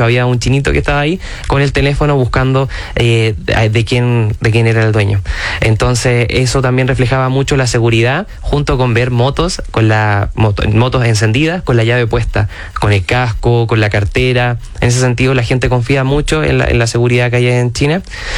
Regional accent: Chile

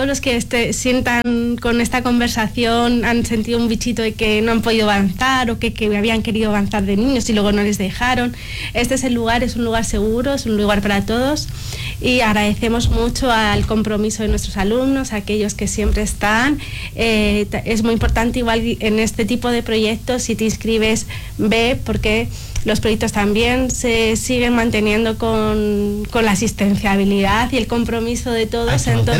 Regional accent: Buenos Aires Province, Argentina; moved away; Yo soy argentina, perfecto. Vengo de la costa de Buenos Aires

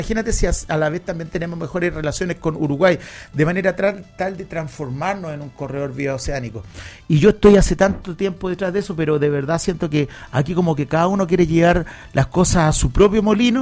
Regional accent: Los Andes, Valparaíso, Chile; yo soy andino, como lo dije recién, nací en Los Andes, en la provincia de Los Andes, nací en el Hospital San Juan de Dios.

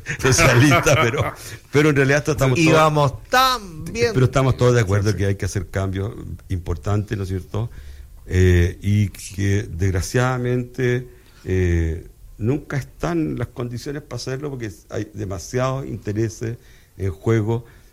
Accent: Chile; todos los chilenos somos socios de Codelco

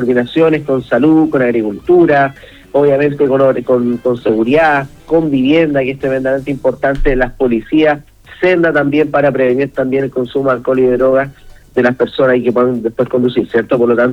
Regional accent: Machalí, O'Higgins, Chile; Yo soy de Machalí, esperamos también ir a las fondas del Cerro San Juan, ahí en familia

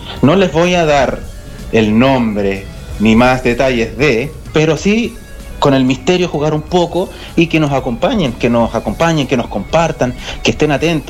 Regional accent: Antofagasta, Chile; now in Valparaíso, Chile; Si yo vengo de Antofagasta, Valparaíso me ha recibido aquí desde el 2004, ya llevo más la mitad de mi vida aquí en Valparaíso, entonces ese cariño, esa identidad porteña tiene que reflejarse ahí

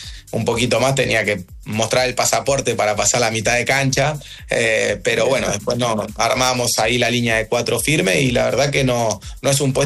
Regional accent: Bariloche, Río Negro, Argentina; moved away as an adult; now in Biobío Region, Chile; porque nosotros somos de Bariloche.

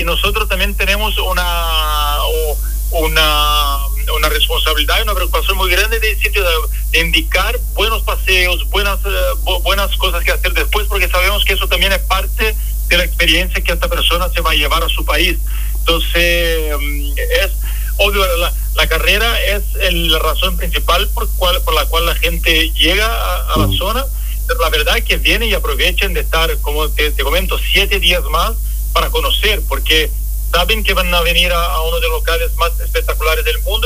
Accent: Brazil; Spanish is a second language; now in Chile; por mi acento notan que no soy chileno, yo vivo en Chile hace mucho tiempo, pero soy de Brasil

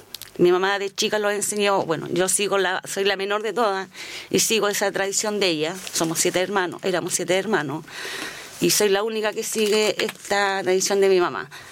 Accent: Panimávida, Maule, Chile; born there; also born or lived in Rari; pero más de acá de Panimávida, yo nací más aquí en Panimávida.

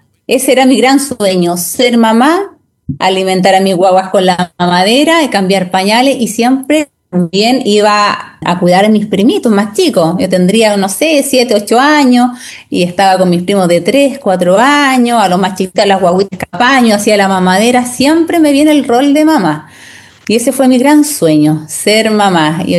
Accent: Valdivia, Los Ríos, Chile; yo nací y criada en Valdivia. Hace 14 años me fui a vivir a la costa de Valdivia, sector de Niebla. Así es que ahí estamos ya mi familia.

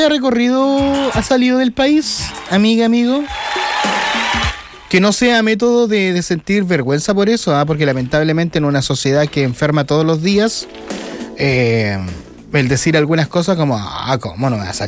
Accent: Chile

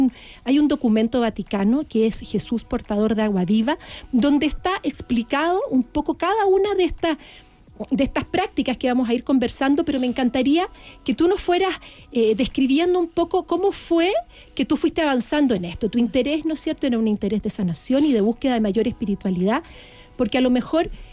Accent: Chile; podamos ver los puntos que nos unen como chileno, que justamente nuestro desafío hoy

